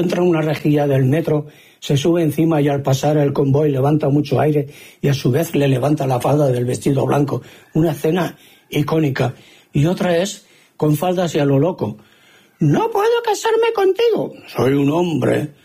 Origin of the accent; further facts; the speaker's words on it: Barcelona, Catalonia, Spain; Hola, farero … de Barcelona.